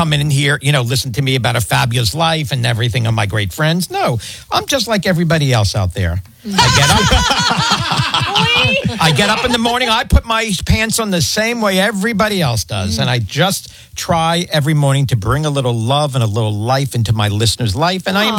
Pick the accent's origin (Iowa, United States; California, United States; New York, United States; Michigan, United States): New York, United States; Massapequa; also born or lived in Queens; now in Miami, United States; I'm born and raised in Massapequa, Long Island. Yep. For all my Long Island listeners, thank you so much. I was actually born in Queens Hospital.